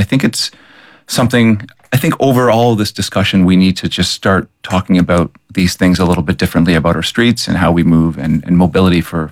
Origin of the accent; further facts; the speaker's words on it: Ontario, Canada; I'm from Ontario